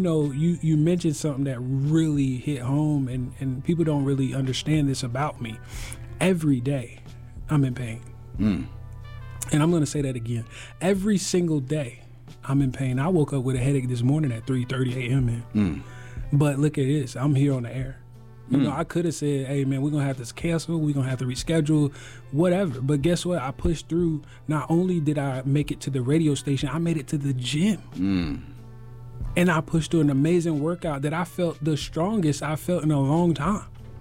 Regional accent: Durham, North Carolina, United States; as y'all heard, professional resilience speaker and coach, and I am from Durham, North Carolina.

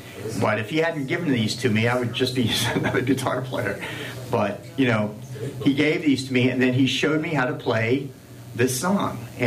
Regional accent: Bangkok, Thailand; also born or lived in Southeast Asia; When I started out playing guitar, I grew up in Southeast Asia, and I was there for a long time. My dad was in Vietnam for years. And when I was five or six years old, I was living in Bangkok, Thailand.

